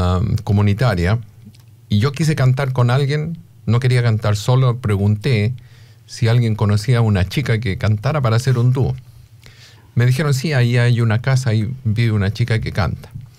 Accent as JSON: {"language": "Spanish", "town": "Rancagua", "region": "O'Higgins", "country": "Chile", "tie": "born or raised there", "also_born_or_lived": "Santiago, Chile", "moved": "as an adult", "lives_now": "Australia", "said": "Bueno, chileno, obviamente. Nací en Santiago, pero me crié en la ciudad de Rancagua, de ahí donde pasé toda mi vida prácticamente, hasta que nos vinimos a Australia"}